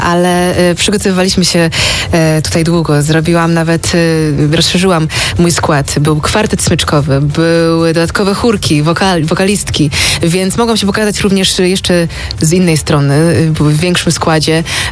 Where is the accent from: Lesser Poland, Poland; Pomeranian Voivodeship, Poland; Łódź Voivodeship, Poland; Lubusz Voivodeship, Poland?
Pomeranian Voivodeship, Poland; Gdańsk; mam rodziców w Gdańsku, dom rodziny w Gdańsku, więc tak, jako gdańszczanka, super tutaj zawitać w Gdyni, w Trójmieście.